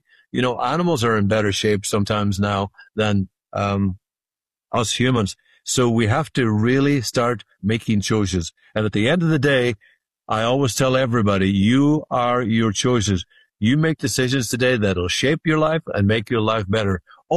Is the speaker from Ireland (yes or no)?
yes; Ireland; now in California, United States; People talk a good talk out here in California because I come from Ireland. We say in Ireland, he's full of blarney or she's full of blarney.